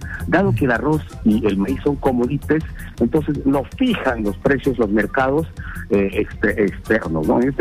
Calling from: Yurimaguas, Loreto, Peru; yo soy de Yurimaguas, acá tenemos una asociación de arroceros

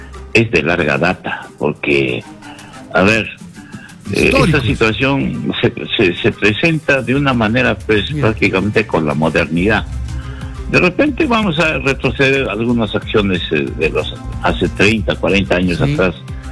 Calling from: Tacna, Peru; de Tacna.

